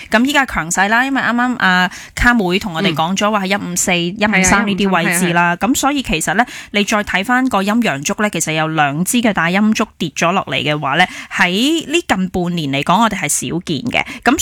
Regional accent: Hong Kong; 我哋香港人好勤力，

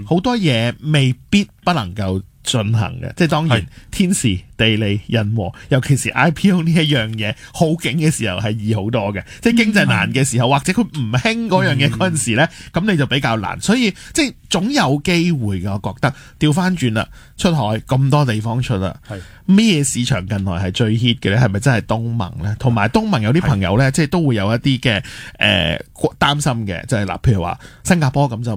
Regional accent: Hong Kong

